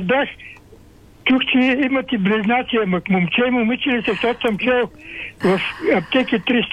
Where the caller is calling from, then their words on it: Plovdiv, Plovdiv Province, Bulgaria; Обаждам се от град Пловдив